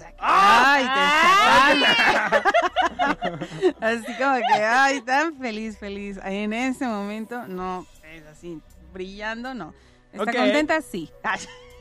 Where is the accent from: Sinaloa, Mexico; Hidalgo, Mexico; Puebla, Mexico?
Puebla, Mexico; soy hija de San Manuel.